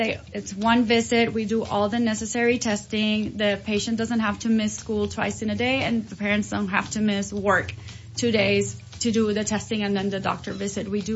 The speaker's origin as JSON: {"language": "English", "town": "San Juan", "country": "Puerto Rico", "said": "I'm from San Juan, Puerto Rico. So being around a Latin community was something that I really wanted to do. It makes me feel like I'm closer to home."}